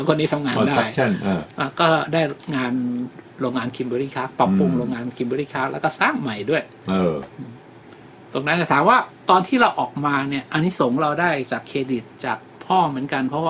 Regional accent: Bangkok, Thailand; เด็กเทพเช้าไปเย็นกลับเพราะบ้านผมอยู่กรุงเทพตรงสังเกตเช้าไปเย็นกลับ

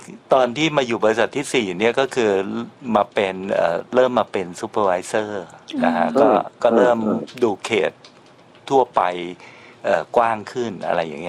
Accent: Bangkok, Thailand; เราเป็นเด็กกรุงเทพ

